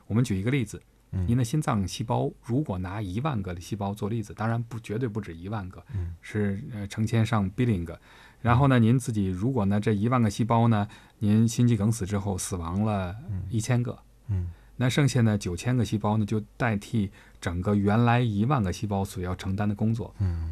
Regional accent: China; 就像我们中国人说叫窗户纸别捅破了，一捅破窗户纸就变成急转直下。

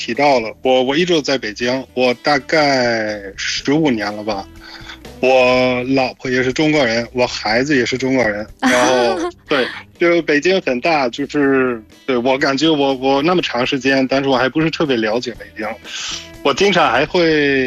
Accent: Bremen, Germany; Chinese is a second language; moved away as an adult; now in Beijing, China; 我来自德国不赖梅。

